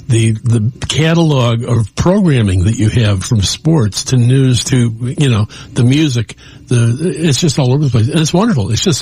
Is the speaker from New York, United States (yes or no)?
no; Chicago, Illinois, United States; moved away; I'm from Chicago